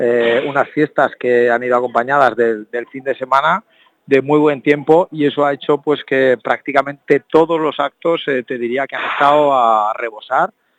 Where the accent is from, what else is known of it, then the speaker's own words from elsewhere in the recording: Calanda, Aragon, Spain; yo es que estoy enamorado de mi pueblo y sobre todo de mi gente y de la gente de Calanda